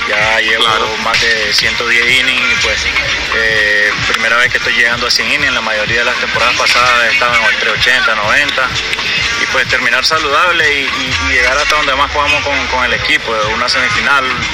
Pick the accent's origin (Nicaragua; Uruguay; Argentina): Nicaragua; Managua; born there; yo soy nacido en Managua